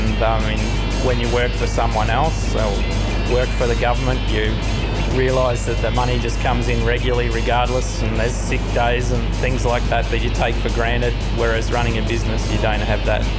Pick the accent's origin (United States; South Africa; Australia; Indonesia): Australia; Coburg, Victoria; born there; moved away as an adult; now in Tennant Creek, Australia; I was born in Coburg in Victoria and came to live in Tennant Creek because I was a police officer first.